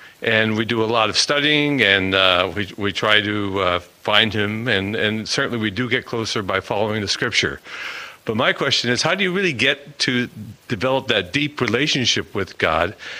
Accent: Colorado Springs, Colorado, United States; Well, I'm from Colorado Springs, Colorado.

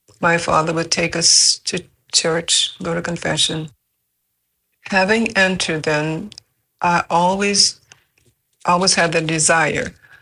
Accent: Kingston, Louisiana, United States; I grew up in Kingston, Louisiana, which is near Grand Coteau area, that area. If you know anything about Sunset Grand Coteau, that's where I came up. In a very religious home, my mother and father, and we were six children.

